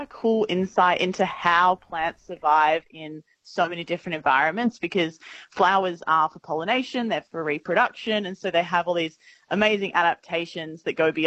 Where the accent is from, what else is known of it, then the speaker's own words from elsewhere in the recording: Bunbury, Western Australia, Australia; I grew up in Bunbury, in kind of between Bunbury and Busselton, and I was surrounded by the most amazing bushland ever.